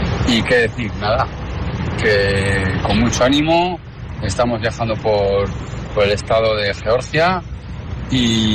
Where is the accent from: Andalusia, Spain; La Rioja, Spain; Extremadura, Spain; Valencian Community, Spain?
La Rioja, Spain; estamos unos cuantos riojanos y bueno, yo voy con gente de toda España